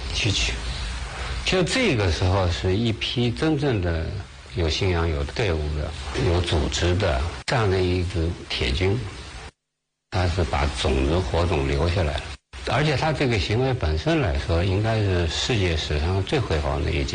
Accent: China; 我们中国人的灵魂

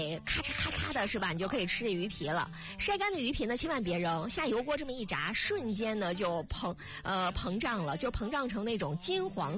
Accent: Yanbian, Jilin, China; 对于咱们延边人来说呢

